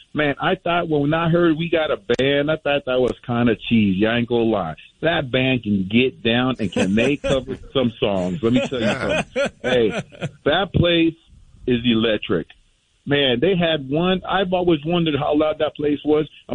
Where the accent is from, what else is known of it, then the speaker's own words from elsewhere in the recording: Oakland, California, United States; I'm an OG from Oakland, the Oakland days, the Coliseum.